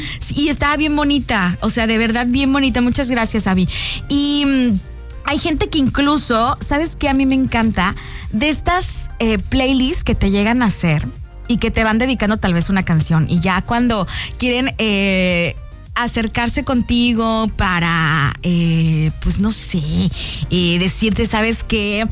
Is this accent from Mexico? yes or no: yes; Mexico; y yo soy mexicana y él es coreano, o cositas así, ¿no?